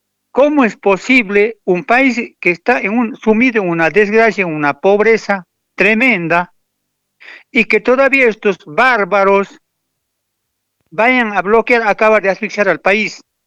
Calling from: Tarija, Bolivia; Yo también soy de ojotas, de poncho, soy chapaco. Y me creo campesino

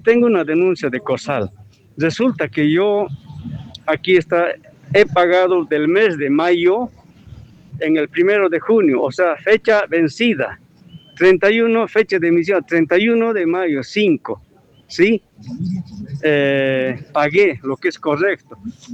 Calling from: Bolivia; Yo vengo del barrio de Virgen de Fátima.

